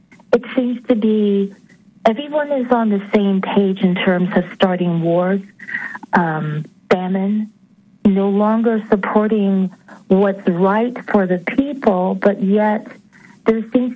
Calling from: Georgia, United States; from Georgia.

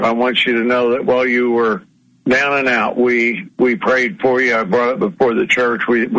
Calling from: Missouri, United States; in Southwest Missouri.

